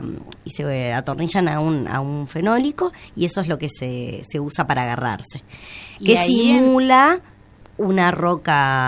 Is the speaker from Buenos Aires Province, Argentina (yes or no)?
no; Rawson, Chubut, Argentina; moved away; also born or lived in Entre Ríos / Lago Puelo / Córdoba; yo la verdad es que solamente nací en Entre Ríos. Mi familia desde los 8 meses me trajeron a vivir a esta hermosa Patagonia, al sur, al mar, y bueno, y me crié acá.